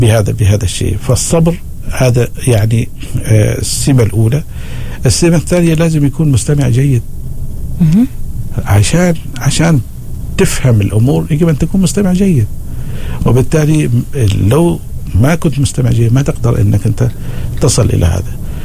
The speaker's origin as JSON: {"language": "Arabic", "country": "Oman", "said": "أنا أول عماني"}